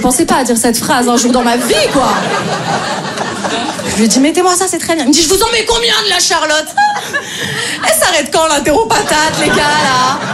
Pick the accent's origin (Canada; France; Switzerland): France; Paris, Île-de-France